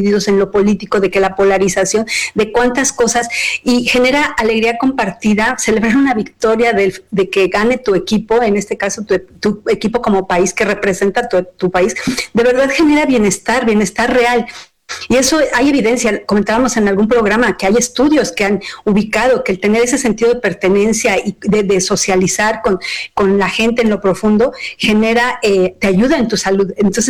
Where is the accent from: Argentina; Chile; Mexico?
Mexico; todos como mexicanos lo estamos viviendo